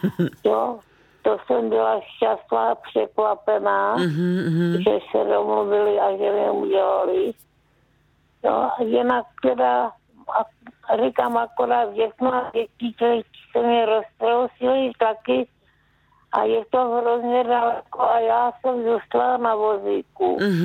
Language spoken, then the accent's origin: Czech; Zlín Region, Czechia; A u nás na Valáchách se neslavilo